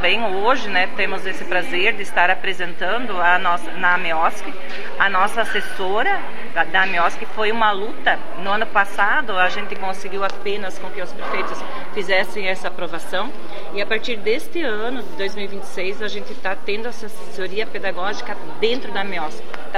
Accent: Itapiranga, Santa Catarina, Brazil; Eu sou do município de Itapiranga. De Itapiranga

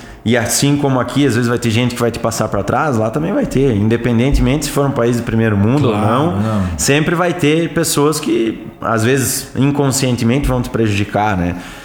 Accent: Brazil; now in Toronto, Canada; para nós brasileiros

